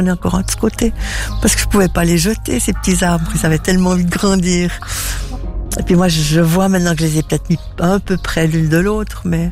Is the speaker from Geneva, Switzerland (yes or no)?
no; Basel, Basel-Stadt, Switzerland; J'ai grandi à Bâle, mais j'étais beaucoup, beaucoup placée. Donc, j'étais à l'école à la Lenk, j'étais à l'école...